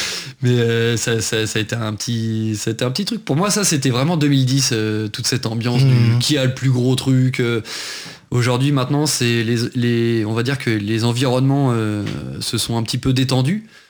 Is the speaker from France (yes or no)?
yes; Hauts-de-France, France; now in Paris, France; Moi, je viens de l'Oise à la base. Je suis Picard.